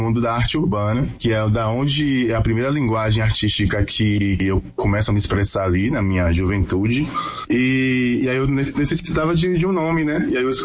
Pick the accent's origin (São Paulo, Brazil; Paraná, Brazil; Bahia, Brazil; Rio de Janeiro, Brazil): Bahia, Brazil; Salvador; born there; O lugar, assim, o território onde eu nasci.